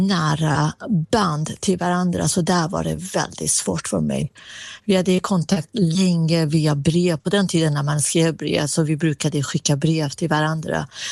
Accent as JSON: {"language": "Swedish", "country": "Iran", "moved": "as an adult", "lives_now": "Sweden", "said": "Ja, det var november 1986. Jag flyttade från Iran till Sverige. Mm. Jag hade precis fyllt 20."}